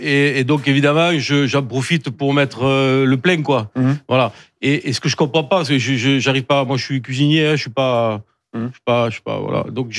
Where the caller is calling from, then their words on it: Toulouse, Occitanie, France; Moi je suis à Toulouse en fait, et on a la chance d'être pas très loin de l'Espagne en fait.